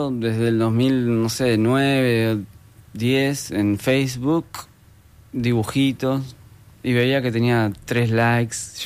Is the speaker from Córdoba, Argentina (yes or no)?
no; Puerto Madryn, Chubut, Argentina; moved away; also born or lived in Buenos Aires; Nací en Buenos Aires, pero crecí en Puerto Madryn, muy al sur de Argentina.